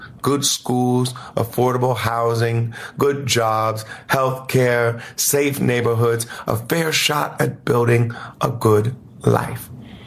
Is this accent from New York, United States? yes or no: no; Springfield, Ohio, United States; moved away; Springfield made me.